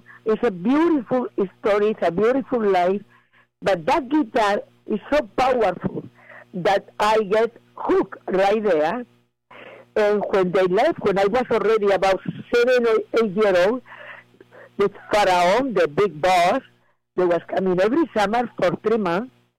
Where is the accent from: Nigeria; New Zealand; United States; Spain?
Spain; English is a second language; because I come from Spain. I tried to speak good English for you. So if you don't understand me, you say and repeat it again. But people say that I still have an accent. Well, I was born in the south of Spain, and I was in the farm